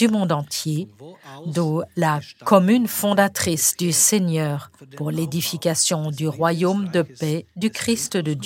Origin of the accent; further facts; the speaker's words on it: Croatia; moved away; Je suis originaire de Croatie